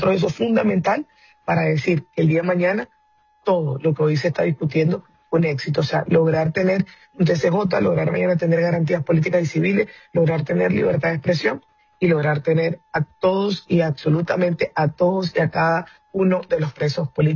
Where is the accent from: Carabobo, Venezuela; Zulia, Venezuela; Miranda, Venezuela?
Zulia, Venezuela